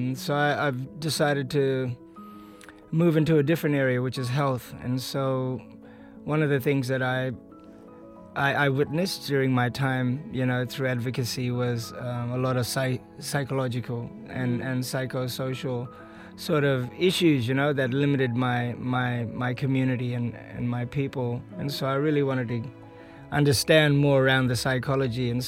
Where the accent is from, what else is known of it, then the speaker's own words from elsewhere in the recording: Broome, Western Australia, Australia; also born or lived in Derby, Western Australia / One Arm Point, Western Australia / Perth, Western Australia; How long have I been in Broome? Well, I would say all my life. Mm-hmm. I was born in Derby. Obviously, that's where it all started, was in Derby Town. And then I was immediately sort of moved out to One Arm Point.